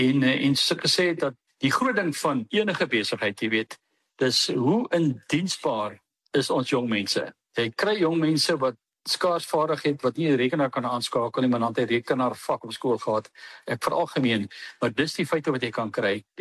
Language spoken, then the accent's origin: Afrikaans; George, Western Cape, South Africa; in my area waar ek vandaan kom, hoeveel gemeenskapsale is daar? Ek dink as 'n stuk of 14 gemeenskapsale reg oor die breër George area.